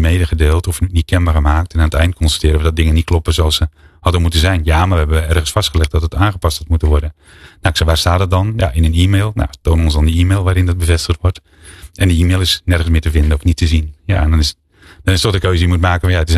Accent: Netherlands; En het verbaast mij dat wij dat niet als Nederlanders aan het doen zijn.

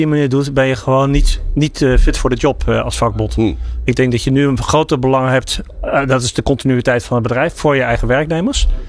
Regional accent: Netherlands; wij zijn Hollanders

